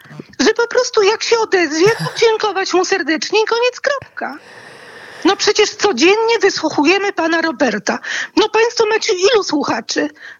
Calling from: Łódź, Łódź Voivodeship, Poland; ja dzwonię z Łodzi.

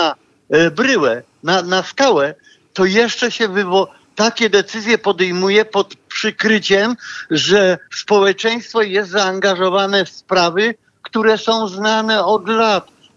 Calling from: Kraków, Lesser Poland, Poland; z Krakowa.

